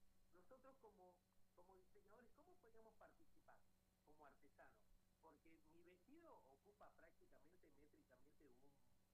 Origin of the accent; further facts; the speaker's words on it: Neuquén, Argentina; yo soy de Neuquén Capital, amo Cabiahue, me encanta Cabiahue.